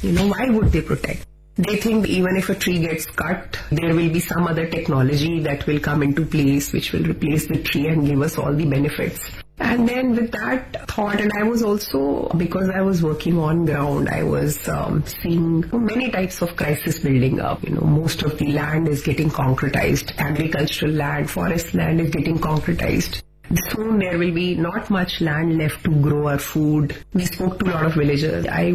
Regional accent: Delhi, India; Delhi. I grew up in Delhi. This was the Delhi of the 80s.

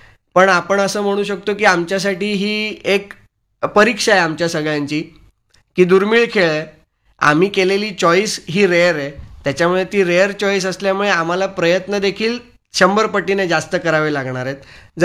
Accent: Mumbai, Maharashtra, India; born or raised there

